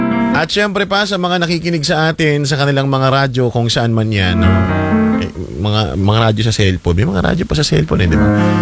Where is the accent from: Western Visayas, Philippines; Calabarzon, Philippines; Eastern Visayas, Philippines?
Calabarzon, Philippines; Quezon; now in Manila, Philippines; dati sa amin sa Quezon